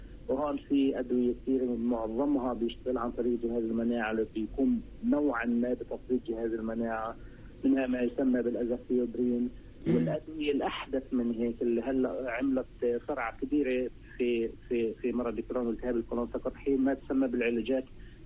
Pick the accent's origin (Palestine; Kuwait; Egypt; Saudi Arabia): Palestine; عندنا في فلسطين